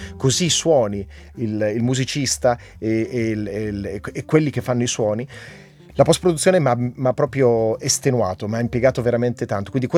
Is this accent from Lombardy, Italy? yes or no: yes; Bergamo, Lombardy, Italy; sono anche bergamasco